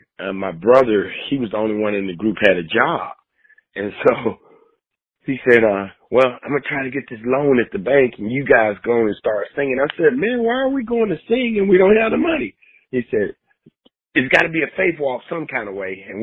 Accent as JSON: {"language": "English", "town": "Sontag", "region": "Mississippi", "country": "United States", "tie": "born or raised there", "moved": "yes", "said": "I would come back to my hometown of Suntag, Mississippi"}